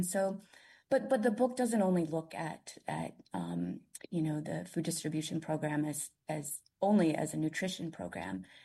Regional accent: Tulsa, Oklahoma, United States; So I grew up in Tulsa, and, you know, we lived outside of the reservation boundaries, so we weren't eligible for commodity foods.

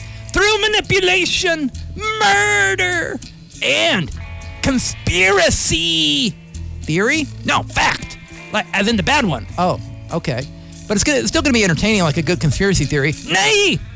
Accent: California, United States; I'm not British. I'm not Anglo enough to know what Gloucester is actually supposed to be pronounced. I'm Californian, man.

